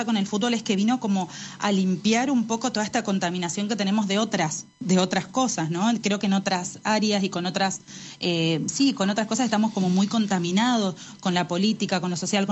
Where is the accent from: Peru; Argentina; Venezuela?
Argentina; de que nos podemos volver a unir como argentinos, que podemos sentir orgullo de estar acá